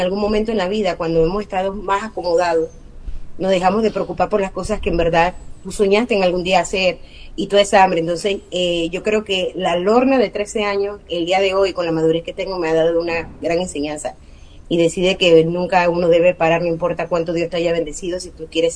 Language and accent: Spanish; Panama; moved away; como vengo de Panamá, ese es el código de área del país